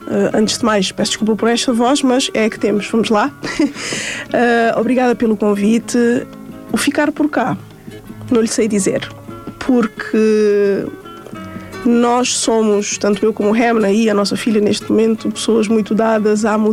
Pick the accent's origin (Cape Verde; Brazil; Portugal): Cape Verde; nós crescemos, em minha casa, em Cabo Verde, nós crescemos com uma ligação muito forte à música e à cultura, não só cabo-verdiana e guineense, mas também brasileira.